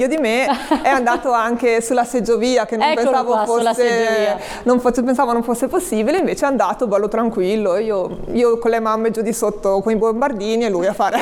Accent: Genoa, Liguria, Italy; perché noi siamo di San Pier d'Arena, dovremmo andare a Molassana

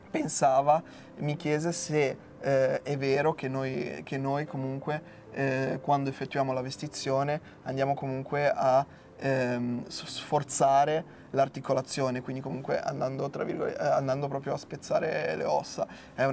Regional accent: Genoa, Liguria, Italy; Sono di San Pier d'Arena, sono nato.

